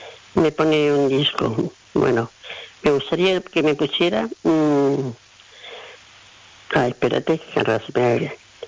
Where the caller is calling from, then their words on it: Son Serra de Marina, Balearic Islands, Spain; Hola, buenos días, Manu. Manu, mira … de Sonserra.